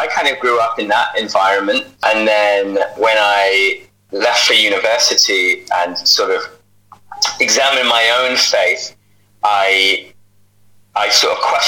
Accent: Twickenham, London, United Kingdom; moved away as an adult; also born or lived in Aberystwyth; now in Canada; I born and raised in Twickenham. No, I'm not a rugby player or fan, but I was born and raised there. Then moved to Aberystwyth

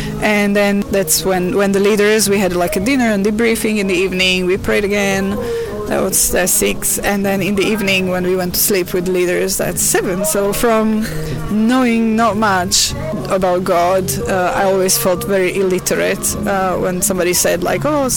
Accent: Slovakia; moved away; My grandfather was a leader of Communist Party in the region because I'm from Slovakia, and when I was little, until about 8 or 9, there was still communism in Slovakia, Czechoslovakia then. So we were not believers.

